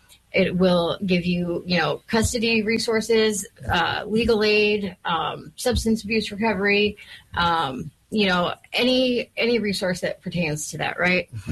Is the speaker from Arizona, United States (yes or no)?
no; Muskegon, Michigan, United States; moved away as an adult; also born or lived in Sacramento, California; Well, I am originally from Muskegon. I was born here at Hackley Hospital, but at 19, I moved to California. I lived in Northern California right outside of Sacramento for a little over 20 years. And I moved back in 2018 to take care of my mom.